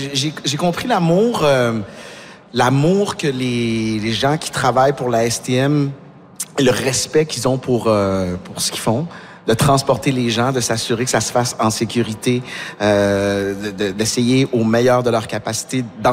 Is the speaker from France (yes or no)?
no; Quebec City, Quebec, Canada; Moi, je viens de Québec, dans une ville où on a de la difficulté à parler de mobilité